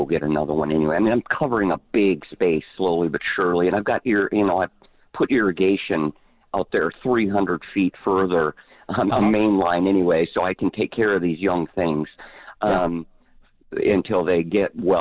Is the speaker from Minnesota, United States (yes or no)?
yes; Minnesota, United States; now in Texas, United States; I mean, I came from Minnesota and all that kind of gardening, but decades ago, and it was a big adjustment to South Texas